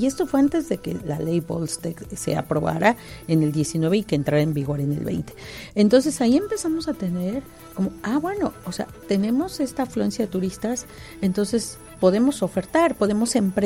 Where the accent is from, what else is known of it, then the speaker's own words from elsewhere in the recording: Baja California, Mexico; nos sentimos muy orgullosos de la gastronomía baja californiana